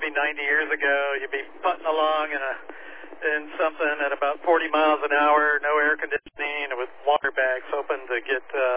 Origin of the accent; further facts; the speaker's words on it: Florida, United States; moved away as an adult; also born or lived in Gulf Coast; I was raised in Florida with that kind of humidity and spent another 12 years along the Gulf Coast and in Florida